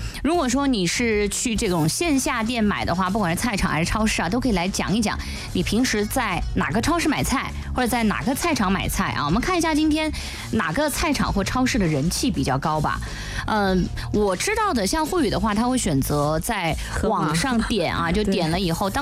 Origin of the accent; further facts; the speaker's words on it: Guiyang, Guizhou, China; 我们贵阳人吃豌豆尖的话，它还是比较挑的哈